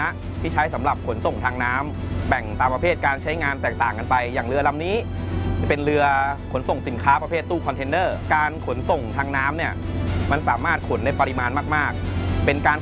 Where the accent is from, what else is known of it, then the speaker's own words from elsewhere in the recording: Phitsanulok, Thailand; moved away as an adult; พื้นเพผมเนี่ยเป็นคนจังหวัดพิษณุโลกจบการศึกษามัธยมจากโรงเรียนพิษณุโลกวิทยาคม